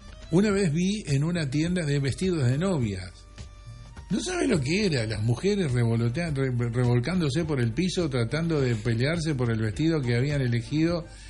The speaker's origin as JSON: {"language": "Spanish", "country": "Argentina", "said": "me siento más argentino que nunca."}